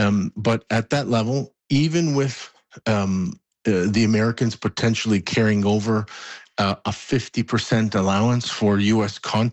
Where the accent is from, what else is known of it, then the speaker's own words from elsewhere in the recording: Canada; I mean, look, I'm Canadian first.